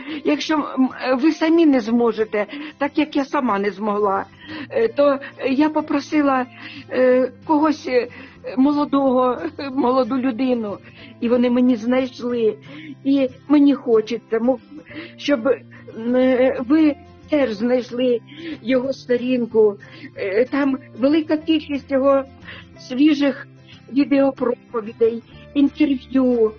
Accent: Sumy, Sumy Oblast, Ukraine; moved away as an adult; наше рідне місто Суми

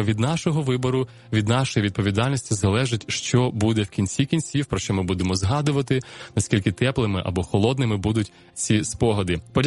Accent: Enerhodar, Zaporizhzhia Oblast, Ukraine; Це моє рідне місто, до речі, я там народився.

